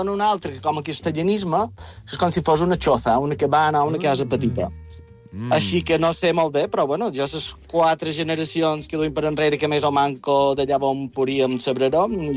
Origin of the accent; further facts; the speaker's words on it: Porreres, Balearic Islands, Spain; I a Porreres som de Can Vidal.